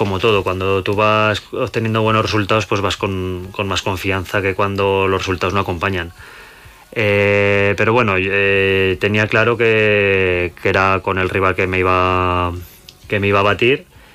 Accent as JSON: {"language": "Spanish", "town": "Santa Eulalia", "region": "Aragon", "country": "Spain", "said": "en mi pueblo, en Santa Eulalia."}